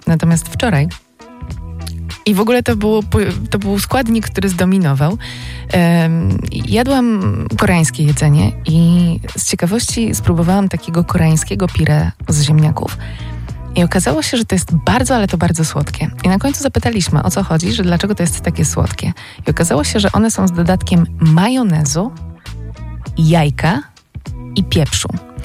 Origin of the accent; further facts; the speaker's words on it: Greater Poland Voivodeship, Poland; ja jako rodowita Wielkopolanka i człowiek wychowany na ziemniakach